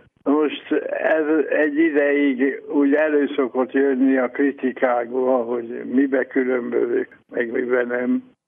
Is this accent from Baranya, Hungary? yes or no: no; Iszkáz, Veszprém County, Hungary; born there; Felső Iszkáz, úgy van, hogy 47-ben egyesítették a három Iszkázt. A Iszkáz volt Felső, Közép és Alsó Iszkáz.